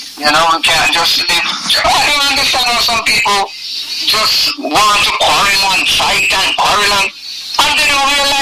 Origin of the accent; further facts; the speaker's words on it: Saint Ann, Jamaica; Whenever I go to Jamaica, I go to St. Anne, where I come from.